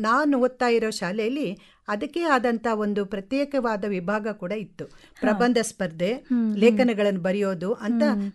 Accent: Mangalore, Karnataka, India; ನಾನು ದಕ್ಷಿಣ ಕನ್ನಡ ಜಿಲ್ಲೆ ಮಂಗಳೂರಿನವಳು. ನಮ್ದು ಮಧ್ಯಮ ವರ್ಗದ ಕುಟುಂಬ.

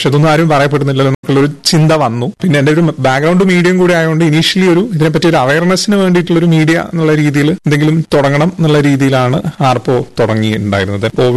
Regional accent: Kozhikode, Kerala, India; moved away as an adult; also born or lived in Delhi; ഞാൻ വരുന്നത് കോഴിക്കോട് നിന്നാണ്. നമ്മുടെ കൊളോണിയലിസ്റ്റിന്റെ ഹിസ്റ്ററി പറയുകയാണെങ്കിൽ അത് തുടങ്ങുന്ന ഒരു സ്ഥലമാണ് കോഴിക്കോട് എന്ന് പറയുന്നത്.

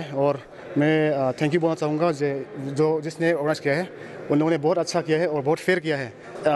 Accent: Fengpu, Assam, India; और मैं भी फेंगपू से हूँ।

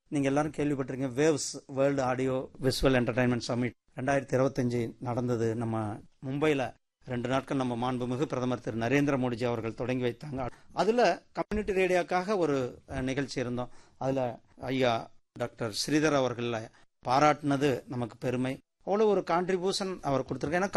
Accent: Namakkal, Tamil Nadu, India; நான் நாமக்கல்காரன்.

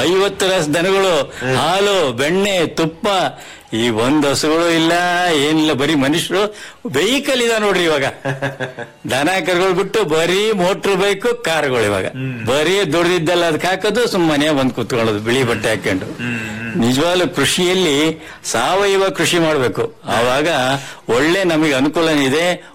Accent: Shankaraghatta, Karnataka, India; also born or lived in Maharashtra; ನಾನು ಶಂಕರಗಡದವರು. ಇಲ್ಲಿ ನನಗೆ ಇವಾಗ 85 ವರ್ಷ ಮುಗಿತಾ ಇದೆ.

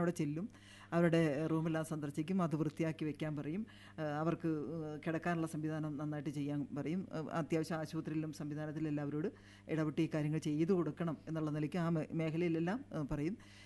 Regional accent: Komalikkudi, Kerala, India; കോമാളിക്കുടി പ്രദേശത്താണ് ഞാൻ ജനിച്ചു വളർന്നത്.

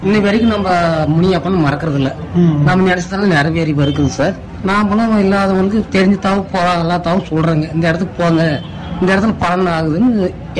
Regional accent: Agaram, Tamil Nadu, India

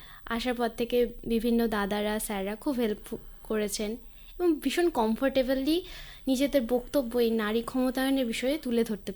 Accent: Siliguri, West Bengal, India; ছোট থেকে আমি তো শিলিগুড়িরই মেয়ে

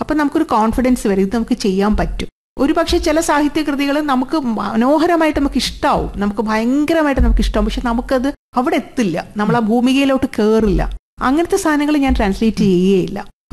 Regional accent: Kerala, India; ജപ്പാൻകാരിയല്ല, ജപ്പാനിൽ പോയിട്ടില്ല. അപ്പൊ ഞാൻ എത്ര ഇനി അങ്ങനെ ശ്രമിച്ചിട്ടും കാര്യമില്ല. അതുകൊണ്ട് ഞാനൊരു മലയാളി സ്വത്വത്തിൽ നിന്നുകൊണ്ട്

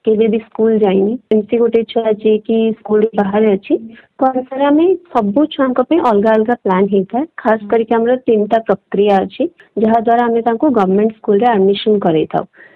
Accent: Salepur, Odisha, India; also born or lived in Mumbai; ଆମ ଘର କଟକର ସାଲେପୁର

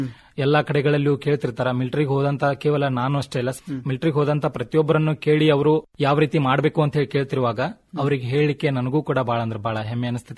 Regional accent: Bilagi, Karnataka, India; moved away

